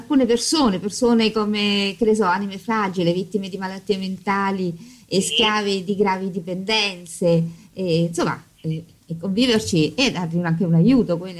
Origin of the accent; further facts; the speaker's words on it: Rome, Lazio, Italy; born there; io sono di Roma e a me guai chi tocca la mia città